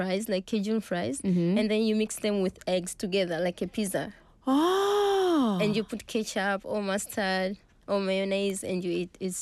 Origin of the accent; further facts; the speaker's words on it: Tanga, Tanga Region, Tanzania; English is a second language; now in Busan, South Korea; Well, I was born in Tanga. It's a coastal region in Tanzania.